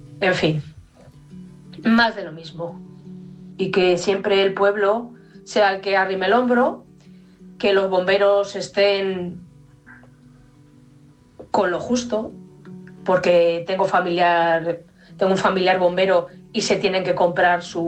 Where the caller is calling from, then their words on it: Fuenlabrada, Community of Madrid, Spain; de Fuenla.